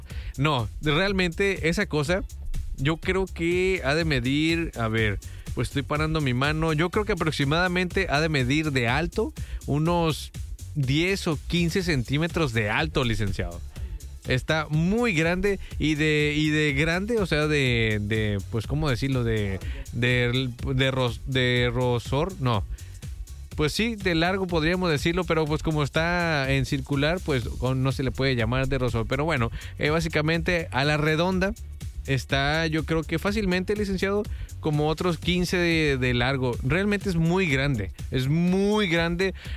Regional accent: Mexico; porque todo el mundo somos mexicanos, al menos la mayoría de las que estamos escuchando

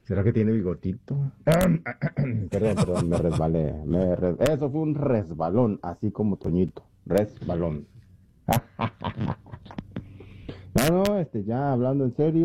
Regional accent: Mexico; Pues yo como mexicano, yo creo que a mí me hubiera gustado estar en el estadio aquella chilena de Hugo Sánchez

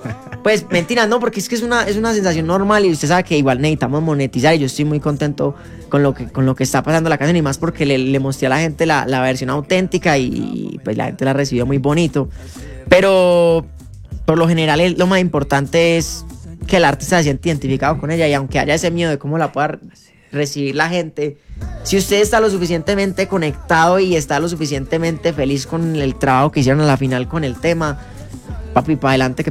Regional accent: Bulgaria; moved away; Sí, yo crecí un tiempo en Bulgaria y después para acá y mis escuchos son músicos clásicos, ¿sí me entiendes?

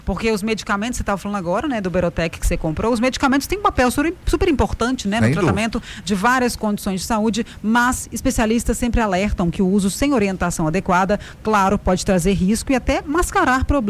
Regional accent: Patrocínio, Minas Gerais, Brazil; Com a Patrocínio, gente, minha cidade natal.

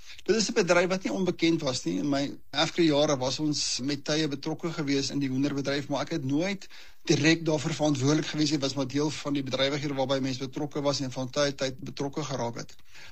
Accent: Bethal, Mpumalanga, South Africa; Ek het byna vandag my matriek gemaak by die Hoërskool Hooggenoot, ook op Bethal.

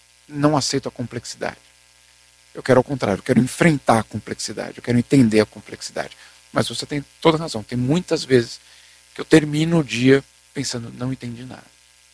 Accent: Brazil; moved away as an adult; now in Switzerland; eu sei que eu sou brasileiro. Eu só tenho passaporte brasileiro. Então eu tenho certeza que eu sou brasileiro. É, mas ao mesmo tempo eu tenho certeza que ao não morar no Brasil, eu perco muitas das gírias

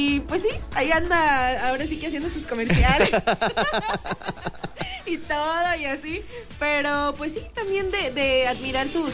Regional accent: Mexico; a veces como mexicanos no le damos como su mérito a nuestros compatriotas.

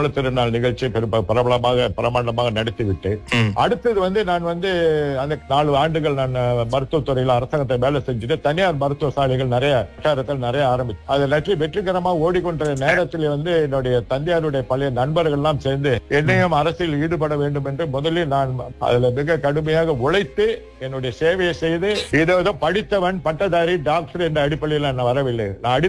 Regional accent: Johor, Malaysia; also born or lived in Chennai; நான் ஜோர் மாநிலத்தை சார்ந்தவன். எங்கள் குடும்பம் நான்கு தலைமுறையாக அங்கு வாழ்ந்து வருகின்றோம்.

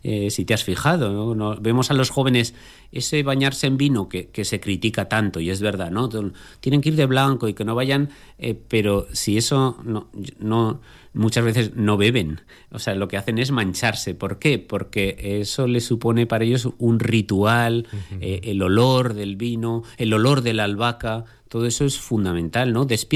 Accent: Huesca, Aragon, Spain; yo nací en Huesca

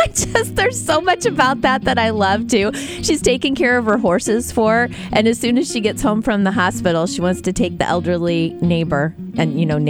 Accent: Metamora, Illinois, United States; I grew up in Metamora, like right on the edge of town. I lived next to a cornfield that is now Metamora Fields.

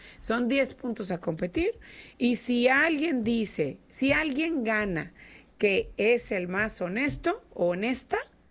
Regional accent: Nuevo León, Mexico; Necesitamos construir ese Nuevo León del que somos dignos los regios.

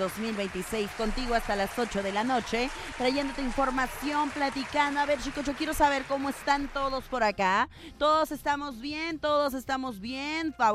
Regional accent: Mexico; Es cuando realmente como mexicanos nos hacemos notar y nos apoyamos en lo que necesitamos

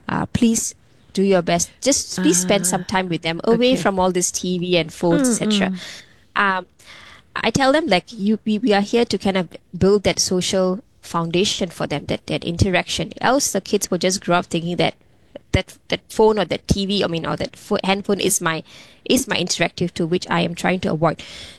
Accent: Singapore; as a Singaporean, right? You have your own identity, and of course, being an Indian Singaporean

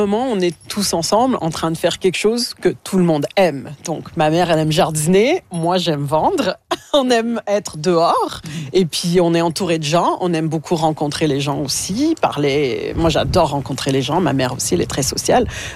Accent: Quebec, Canada; moved away; J'étais québécoise, je m'identifiais comme une québécoise quand j'étais plus jeune parce que j'ai grandi au Québec, ça s'entend plus.

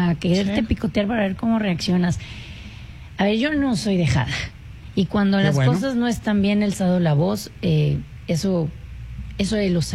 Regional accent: Coahuila, Mexico; como mexicanos, como coahuilenses

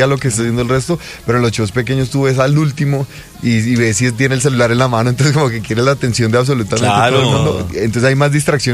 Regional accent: Colombia; somos colombianos

